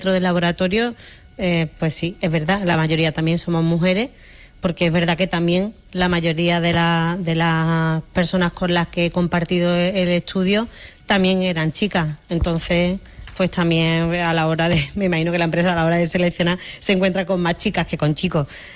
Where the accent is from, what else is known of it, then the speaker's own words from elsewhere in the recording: Calañas, Andalusia, Spain; moved away as an adult; also born or lived in Seville; lo que me hizo volver a Calaña, ya hemos dicho antes que yo estaba viviendo en Sevilla, y lo que me hizo entrar en la empresa es, pues, las ganas de volver a mi tierra, las ganas de volver en un pueblo.